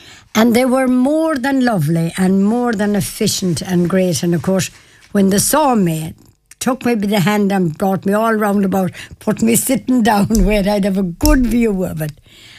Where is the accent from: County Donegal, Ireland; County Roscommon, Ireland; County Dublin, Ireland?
County Roscommon, Ireland; Ballaghaderreen; Ballyhadreen, as I call my hometown